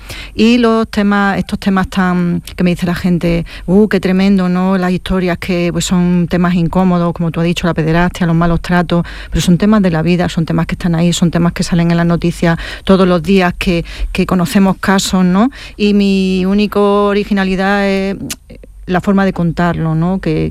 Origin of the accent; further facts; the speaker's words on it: Andalusia, Spain; se me da en mi tierra, en Andalucía